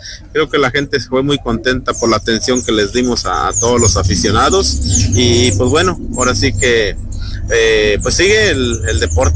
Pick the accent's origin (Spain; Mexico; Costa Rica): Mexico; todos como mexicanos nos sentimos orgullosos